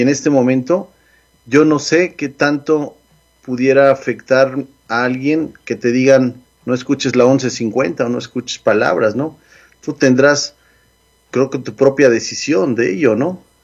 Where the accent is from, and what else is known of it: Mexico; now in United States